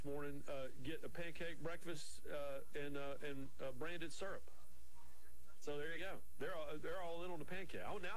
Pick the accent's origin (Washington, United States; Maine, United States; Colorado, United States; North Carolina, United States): North Carolina, United States; now in South Carolina, United States; when we moved down to South Carolina, I moved from Raleigh down to South Carolina, and we're big barbecue people. I grew up on Eastern North Carolina barbecue.